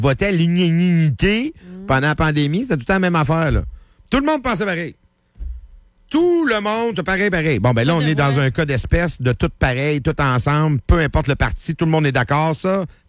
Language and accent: French; Quebec, Canada